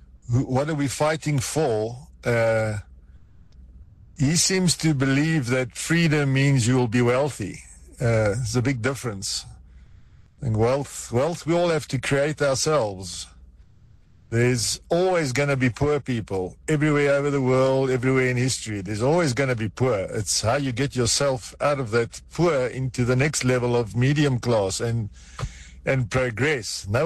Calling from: Free State, South Africa; from the States, the Free States.

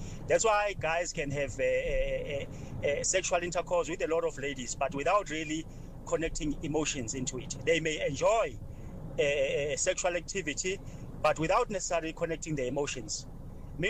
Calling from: Boksburg, Gauteng, South Africa; from Boksburg in Gauteng

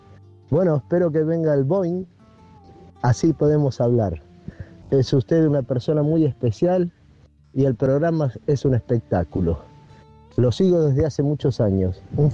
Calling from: Sardinia, Italy; lo llamo desde Italia, de la isla de Cerdeña

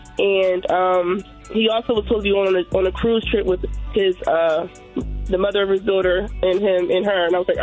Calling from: New Jersey, United States; I'm calling from Jersey.

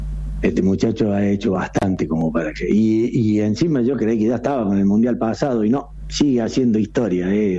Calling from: Río Tercero, Córdoba, Argentina; yo soy de Río Tercero.

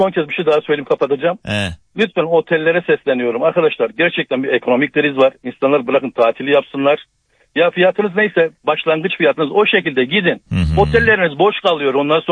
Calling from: Gaziantep, Turkey; Gaziantep'ten arıyorum.

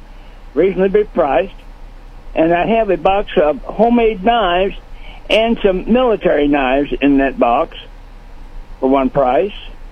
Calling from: Marshall, United States; I'm calling from Marshall, sir.

